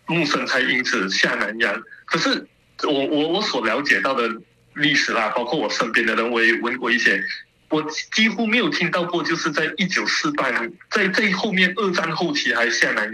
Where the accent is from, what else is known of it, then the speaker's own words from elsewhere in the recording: Malaysia; accent: Malaysian; 我用我们马来西亚的口音